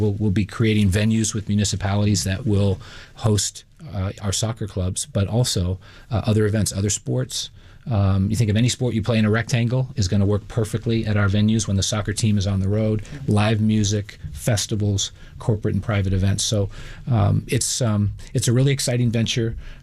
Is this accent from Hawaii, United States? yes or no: no; Boston, Massachusetts, United States; I grew up in the Boston area, just to show my age.